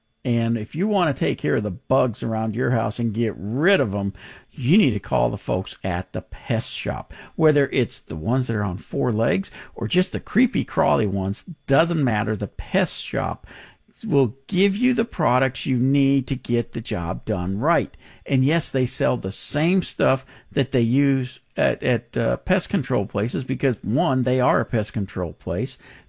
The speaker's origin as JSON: {"language": "English", "region": "Texas", "country": "United States", "tie": "born or raised there", "also_born_or_lived": "Minnesota, United States", "said": "And yes, I am from Minnesota originally. I went from Minnesota, started the fourth grade in Florida, started the ninth grade in school here in Texas. And, you know, really, Texas is where I grew up"}